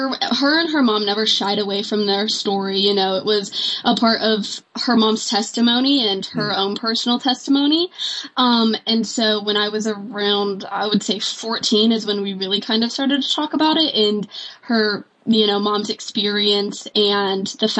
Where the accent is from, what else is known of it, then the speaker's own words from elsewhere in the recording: Tennessee, United States; Yeah, so I grew up in, of course, the South. I'm from Tennessee.